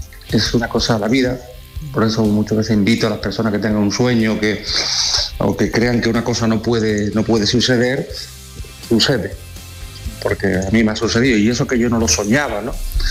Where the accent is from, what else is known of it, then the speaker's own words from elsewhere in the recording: Jerez de la Frontera, Andalusia, Spain; sobre todo pues volver a mi tierra, Jerez de la Frontera, a mi casa